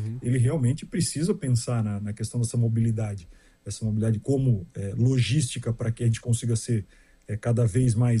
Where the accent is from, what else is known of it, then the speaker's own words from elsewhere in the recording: Joinville, Santa Catarina, Brazil; Eu sou joinvilense